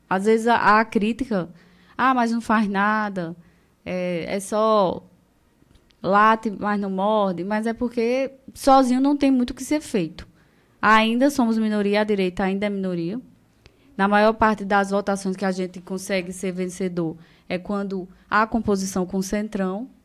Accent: Campina Grande, Paraíba, Brazil; Porque eu sou de Campina.

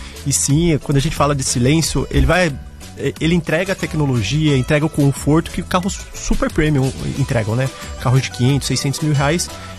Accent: São Paulo, Brazil; eu sou do interior de São Paulo também, eu vou direto ali pra Marília.

